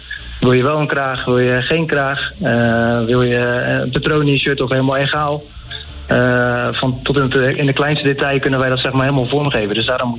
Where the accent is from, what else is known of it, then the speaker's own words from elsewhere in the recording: Rotterdam, South Holland, Netherlands; born there; Ja, geboren in Rotterdam.